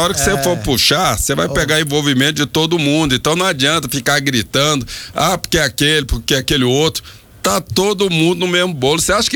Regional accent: Rio de Janeiro, Brazil; now in Anápolis, Brazil; todo mundo sabe que eu sou carioca.

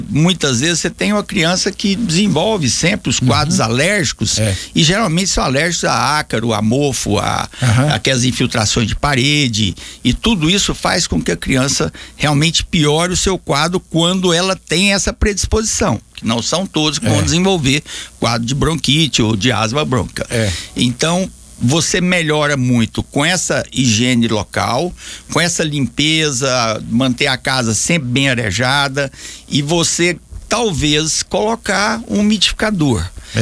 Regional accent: Goiânia, Goiás, Brazil; born there; now in Anápolis, Brazil; Nasci em Goiânia, mas acho que sou mais anapolino do que um bocado de anapolino.

